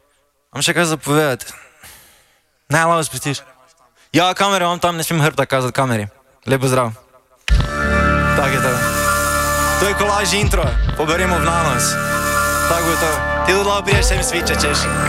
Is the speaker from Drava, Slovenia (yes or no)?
yes; Ruše, Drava, Slovenia; ampak jaz sem